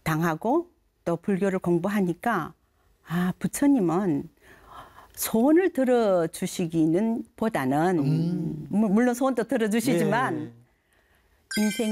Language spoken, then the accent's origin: Korean; Gyeongsang, South Korea; 저는 고향이 경상도예요.